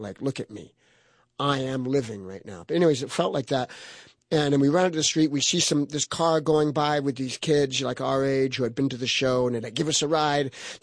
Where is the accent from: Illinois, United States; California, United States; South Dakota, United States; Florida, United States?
California, United States; Hollywood; born or raised there